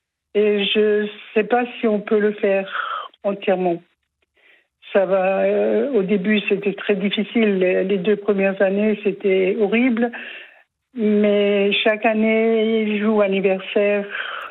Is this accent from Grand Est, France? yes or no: yes; Strasbourg, Grand Est, France; Alors, nous, on habite à la campagne, enfin, mais je suis originaire de Strasbourg et j'étais chez mes parents.